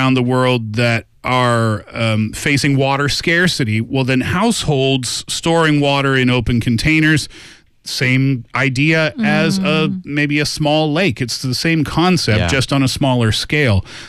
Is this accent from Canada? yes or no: yes; Canada; I remember growing up in Canada, of course, we have mosquitoes as well.